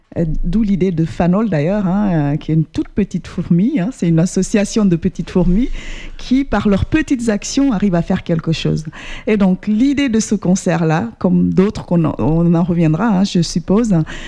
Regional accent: Ziguinchor, Senegal; moved away as an adult; now in France; C'est une ville importante, c'est la capitale du sud du Sénégal, donc de la Casamance. Et Ziguinchor, bah, j'y suis née, j'ai grandi à Ziguinchor, j'ai fait mes études à Ziguinchor.

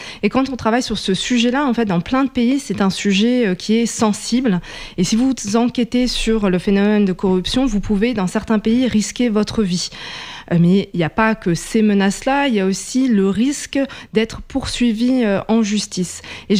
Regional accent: Montpellier, Occitanie, France; born there; moved away as an adult; Moi je suis arrivée à Montpellier quand j'avais 12 ans et j'ai quitté Montpellier à 20 ans. Et de ces 20 dernières années, en fait, j'ai habité dans 4 pays étrangers.

